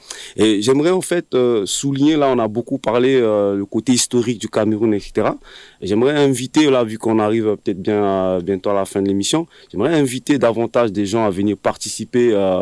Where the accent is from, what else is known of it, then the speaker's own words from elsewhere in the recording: Central African Republic; now in Montpellier, France; moi je suis centrafricain